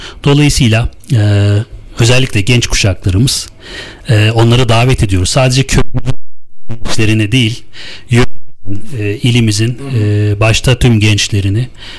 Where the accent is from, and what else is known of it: Şuhut, Afyonkarahisar, Turkey